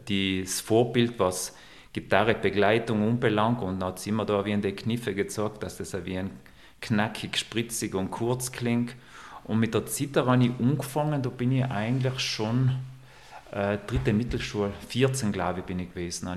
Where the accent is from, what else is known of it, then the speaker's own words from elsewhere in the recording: Bolzano, Trentino-Alto Adige, Italy; Aufgewachsen bin ich in Bozen. Ich war ganz lang im Zentrum von Bozen, in der Wangergasse und später dann im Eisenkellerweg in Griers.